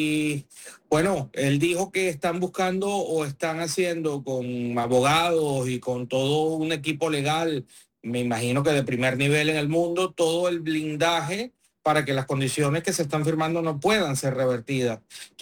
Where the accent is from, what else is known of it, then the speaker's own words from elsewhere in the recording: Venezuela; now in Washington, United States; como decimos coloquialmente en Venezuela